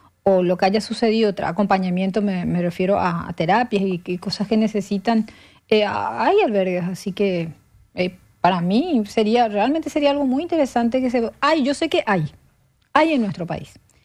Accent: Paraguay

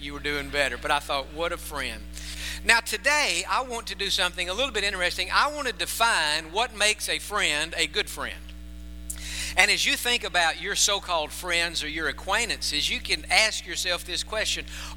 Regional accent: Tennessee, United States; born or raised there

